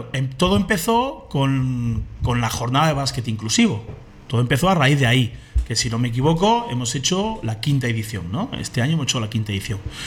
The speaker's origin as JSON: {"language": "Spanish", "town": "Santander", "region": "Cantabria", "country": "Spain", "tie": "born or raised there", "said": "Yo soy de Santander."}